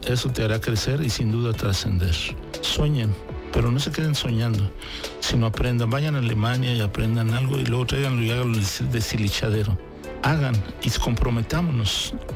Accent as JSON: {"language": "Spanish", "region": "Chihuahua", "country": "Mexico", "said": "Chihuahua somos nosotros, los menonitas, los mormones, los levarones, los mestizos, los pimas, los guarojíos, todos nosotros somos Chihuahua."}